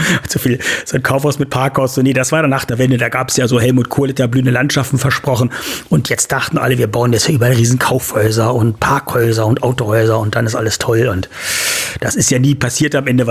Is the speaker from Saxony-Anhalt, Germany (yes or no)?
yes; Wieblitz, Saxony-Anhalt, Germany; born or raised there